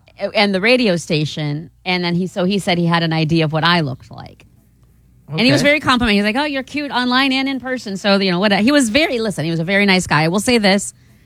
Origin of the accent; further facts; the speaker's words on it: Florida, United States; That's right. I'm from Florida.